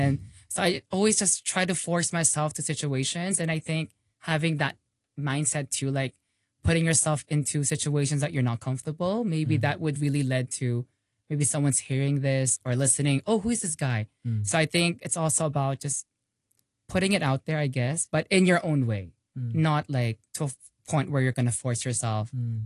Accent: Hong Kong; born there; I'm Filipino, but, you know, my culture is because I'm born in Hong Kong. So I'm not really very familiar with the Philippines too.

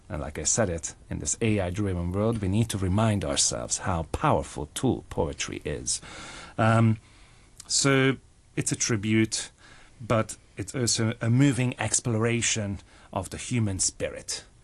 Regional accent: Budapest, Hungary; English is a second language; moved away as an adult; also born or lived in London, United Kingdom; now in Hong Kong; because yes, I was born and bred in Budapest, but after my studies, I moved to London to pursue my acting career. And then 6 years ago, I moved to Hong Kong

